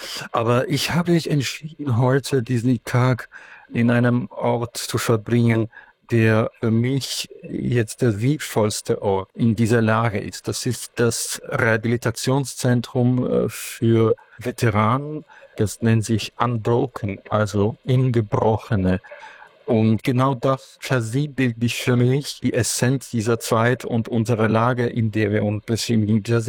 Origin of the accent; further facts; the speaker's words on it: Ivano-Frankivsk, Ivano-Frankivsk Oblast, Ukraine; German is a second language; Ich war in meiner Heimatstadt Ivano-Frankivsk im alten Stanislau.